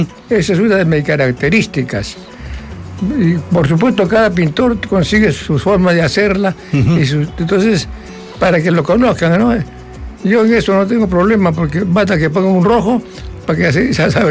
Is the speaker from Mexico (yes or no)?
no; Peru; Me siento más peruano, más metido en el Perú